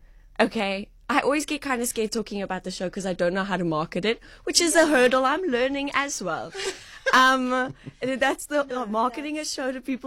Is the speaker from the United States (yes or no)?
no; KwaZulu-Natal, South Africa; I'm from KwaZulu-Natal